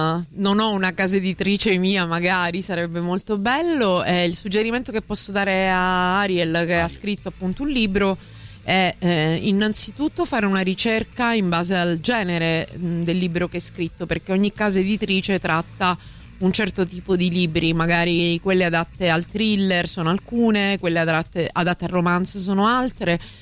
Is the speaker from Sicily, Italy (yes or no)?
yes; Messina, Sicily, Italy; accent: Messinese; now in Rome, Italy; se io sono arrivata a Roma nel 2014, sono siciliana, messinese, come si può sentire dall'accento, perché ha l'orecchio allenato a sentire il messinese.